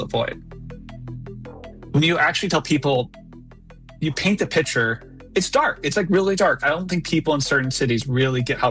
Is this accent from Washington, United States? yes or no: no; Iowa, United States; Like, I'm from Iowa. Iowa used to be known, like the big history book in Iowa called it the Middlelands.